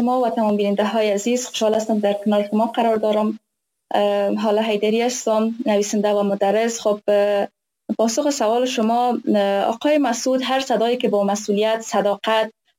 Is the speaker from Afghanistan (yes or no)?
yes; Afghanistan; که من خودم مثلا جوان امروزی، جوان نیستم، در افغانستان بزرگ شدم، یعنی از بین خود مردم صحبت میکنم.